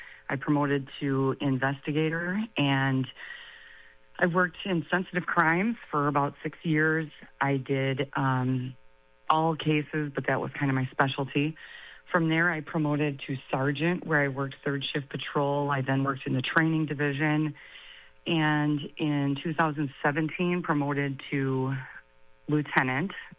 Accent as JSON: {"language": "English", "town": "Union Grove", "region": "Wisconsin", "country": "United States", "tie": "born or raised there", "said": "I'm a Racine County resident, basically born and raised in Union Grove, Wisconsin."}